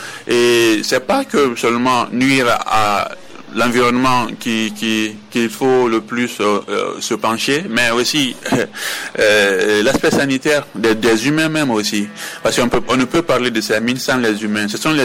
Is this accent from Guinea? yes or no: yes; Siguiri, Kankan Region, Guinea; Entreprise, surtout même chez nous à Siguiri, c'est comme ça toujours.